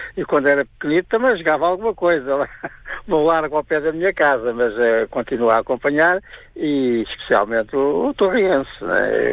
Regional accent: Torres Vedras, Lisbon, Portugal; quando o Torriense estava na primeira divisão, íamos lá ver os jogos de futebol, e portanto sempre acompanhei com muito gosto, com muito interesse, o clube da minha terra.

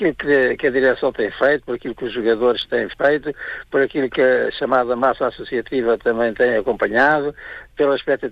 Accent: Torres Vedras, Lisbon, Portugal; quando o Torriense estava na primeira divisão, íamos lá ver os jogos de futebol, e portanto sempre acompanhei com muito gosto, com muito interesse, o clube da minha terra.

